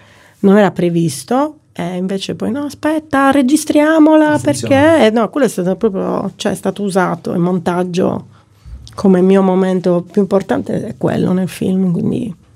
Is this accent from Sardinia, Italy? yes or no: yes; Nuoro, Sardinia, Italy; moved away; adoro la Sardegna, mi piace moltissimo Cagliari, io sono di Nuoro, quindi adoro Nuoro